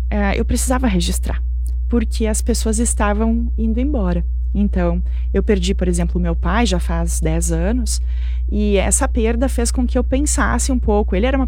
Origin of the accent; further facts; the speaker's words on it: Nova Bassano, Rio Grande do Sul, Brazil; moved away as an adult; now in Nova Prata, Brazil; Eu sou natural de Nova Bassano, então minha família mora ainda em Nova Bassano. Moro aqui em Nova Prata já faz quase 20 anos.